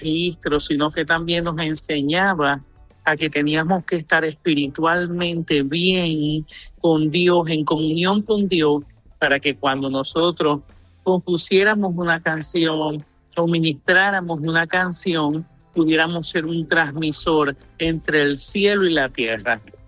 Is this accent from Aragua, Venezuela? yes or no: no; Los Puertos de Altagracia, Zulia, Venezuela; Nací en el Evangelio. Mi mamá es pastora de la iglesia Peniel de los Puertos de Altagracia, municipio Miranda, estado Zulia, en Venezuela. De ahí vengo, ahí crecí.